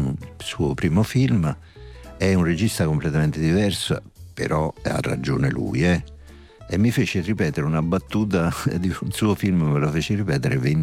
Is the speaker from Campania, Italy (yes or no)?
yes; Naples, Campania, Italy; Io qui sono napoletano, figurati.